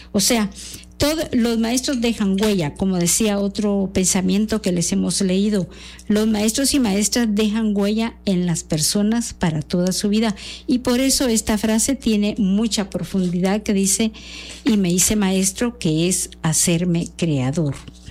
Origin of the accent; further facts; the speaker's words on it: Guatemala; como guatemaltecos y guatemaltecas